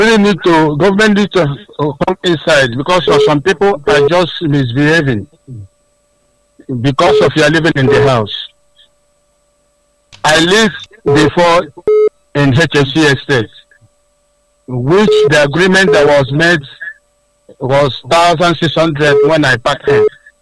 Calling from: Accra, Greater Accra, Ghana; I'm calling from Spinters.

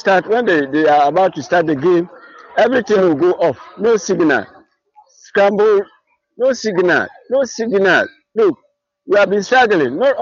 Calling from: Zebila, Upper East, Ghana; I'm calling, I'm calling from Zebila.

